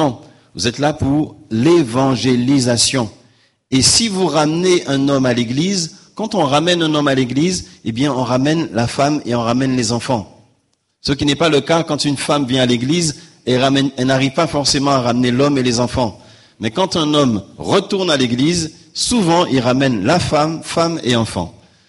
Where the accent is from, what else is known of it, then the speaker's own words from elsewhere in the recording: Guadeloupe; Chez nous, en Guadeloupe, les femmes, la monoparentalité